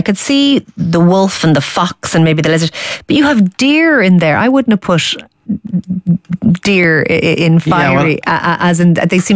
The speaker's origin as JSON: {"language": "English", "country": "Ireland", "said": "The Celts seem to have a great love of that aspect, and it kind of speaks to us, I think, as Irish people."}